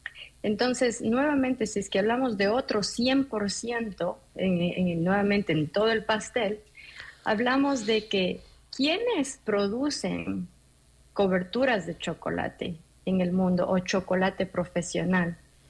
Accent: Ecuador; nosotros como ecuatorianos

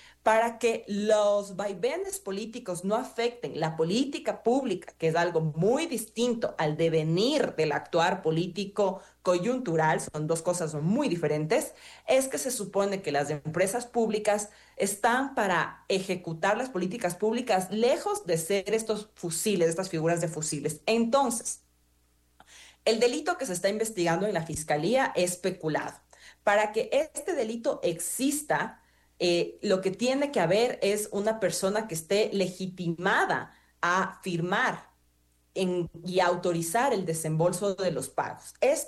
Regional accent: Ecuador; todos nosotros como ecuatorianos

